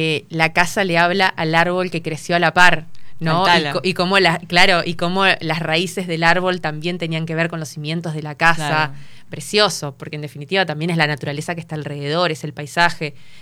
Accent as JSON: {"language": "Spanish", "town": "Paraná", "region": "Entre Ríos", "country": "Argentina", "tie": "born there", "said": "nací en Paraná, soy argentina, pero también soy nieta de esa abuela que me contaba con orgullo que ella era de los alemanes del Volga"}